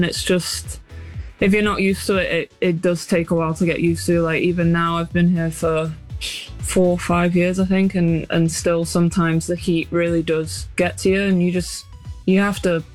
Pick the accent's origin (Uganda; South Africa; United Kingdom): United Kingdom; England; moved away as an adult; now in Orlando, United States; I'm English